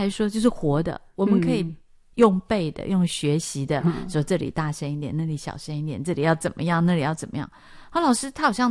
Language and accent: Chinese; Taiwan